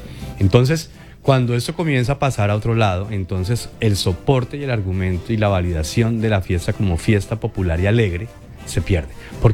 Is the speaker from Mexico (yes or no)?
no; Huila, Colombia; la identidad cultural como huilenses.